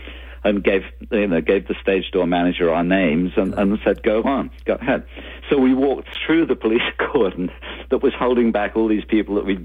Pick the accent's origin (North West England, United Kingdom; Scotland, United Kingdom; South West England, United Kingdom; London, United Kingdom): South West England, United Kingdom; Bournemouth; played in my hometown of Bournemouth, and I was 17.